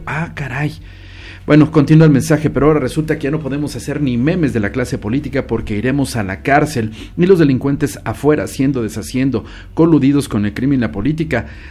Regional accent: Mexico

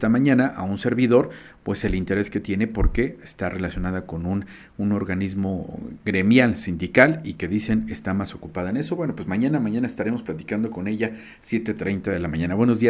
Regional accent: Mexico; Si bien es cierto, nosotros debemos ser, por ser únicos como mexicanos

